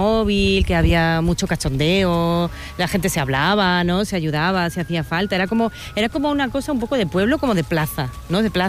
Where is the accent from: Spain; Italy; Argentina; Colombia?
Spain; Galicia; como no sé si he comentado alguna vez, yo soy gallega.